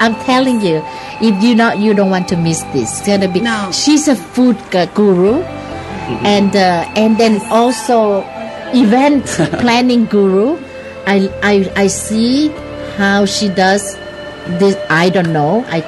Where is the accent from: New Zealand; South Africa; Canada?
Canada; New Brunswick; moved away as an adult; We came from New Brunswick together.